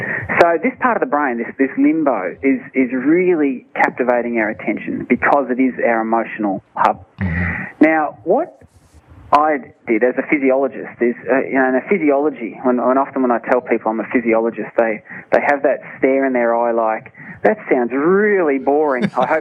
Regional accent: Australia; Now, I, being an Australian, we have a habit of, it as many ills, that one line, being an Australian.

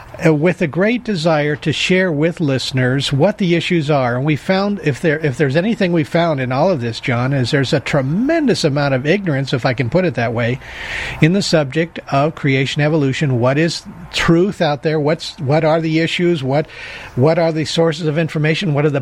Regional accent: Los Angeles, California, United States; born or raised there

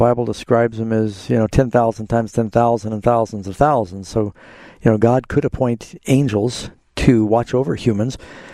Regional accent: Burbank, California, United States; born there; Hi, Deborah. I was born in Burbank.

